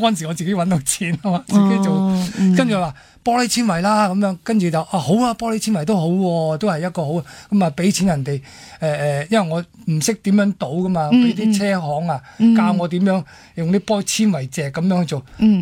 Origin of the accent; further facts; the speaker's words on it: Hong Kong; 我哋嚟自香港